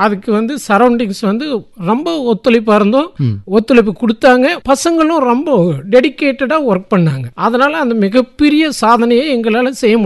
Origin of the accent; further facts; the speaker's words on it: Tamil Nadu, India; என்னுடைய பிறந்த ஊர் குருபுரளி, பாப்பிரெட்டிப்பட்டி தாலுக்.